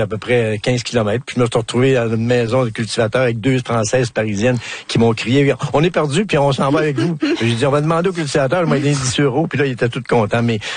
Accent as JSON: {"language": "French", "region": "Quebec", "country": "Canada", "accent": "Québécois"}